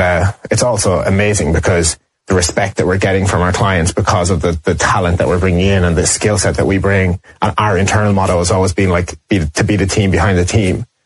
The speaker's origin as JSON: {"language": "English", "country": "Ireland", "accent": "Irish"}